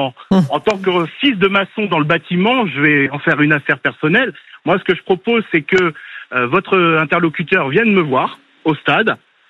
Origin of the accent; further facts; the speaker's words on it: Lyon, Auvergne-Rhône-Alpes, France; mais je suis un homme de consensus car je suis un bon Lyonnais.